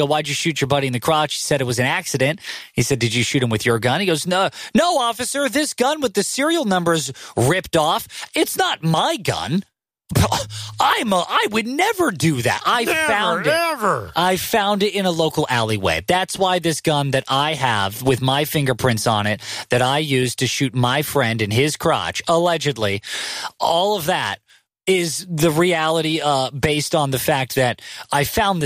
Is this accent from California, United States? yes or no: yes; California, United States; moved away; I'm from California.